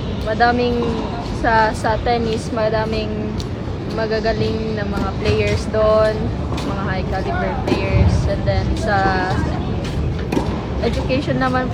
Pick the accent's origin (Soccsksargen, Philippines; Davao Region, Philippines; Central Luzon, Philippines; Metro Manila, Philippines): Soccsksargen, Philippines; Mlang; since nung bata pa po ako sa province ko po, Mlang, North Cotabato and Cotabato province po.